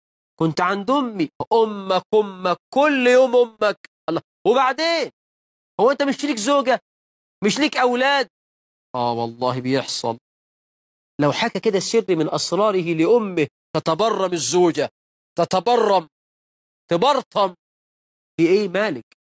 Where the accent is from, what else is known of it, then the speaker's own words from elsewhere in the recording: Egypt; ده مثل عندنا في مصر